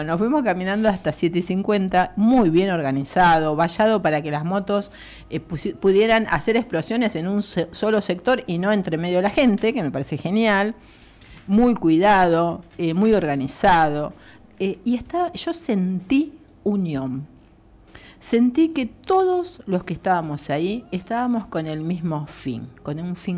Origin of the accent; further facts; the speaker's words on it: Argentina; Me siento más argentina que nunca.